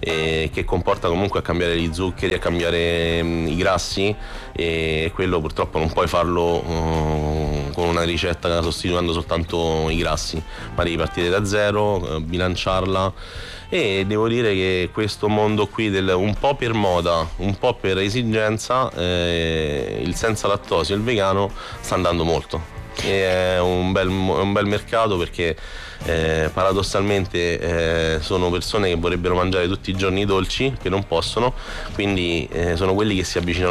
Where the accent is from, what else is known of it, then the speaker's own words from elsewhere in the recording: Frosinone, Lazio, Italy; io anche che vengo da Frosinone